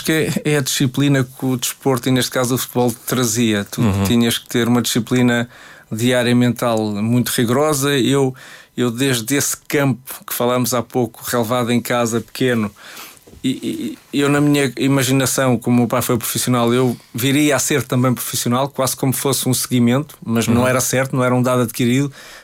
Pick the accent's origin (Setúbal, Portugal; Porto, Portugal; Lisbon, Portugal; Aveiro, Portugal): Lisbon, Portugal; Negrais; born there; also born or lived in Loures; eu saí de Negrais e tive que ir, eu andava numa escola em Pedro Pinheiro Montelavar, que era a secundária, foi só o quinto ano. Depois tive que me mudar para Loures, que já era uma cidade.